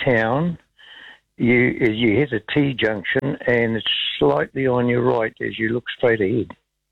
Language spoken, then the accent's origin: English; New Zealand; born there; but I was born in Tikawiri.